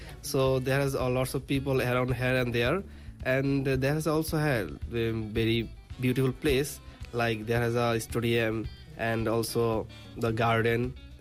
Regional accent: Bangladesh; English is a second language; moved away as an adult; also born or lived in Munshiganj, Bangladesh; now in Korea; I'm from Bangladesh and I live in Dhaka in Munshiganj. And recently I arrived in Korea 3 days ago

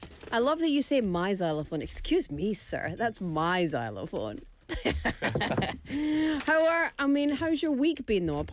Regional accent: United Kingdom; because I'm British

